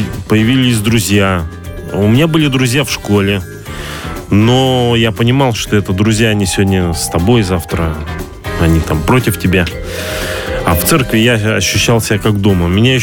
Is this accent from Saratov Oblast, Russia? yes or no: no; Perm, Perm Krai, Russia; moved away as an adult; also born or lived in China; Я родился, вырос в Перми.